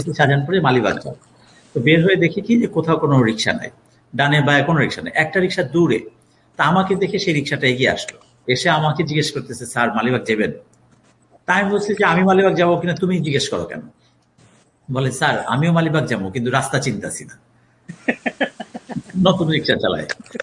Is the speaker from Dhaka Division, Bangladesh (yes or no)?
yes; Narsingdi, Dhaka Division, Bangladesh; আমার দেশের বাড়ি হচ্ছে নরসিংদী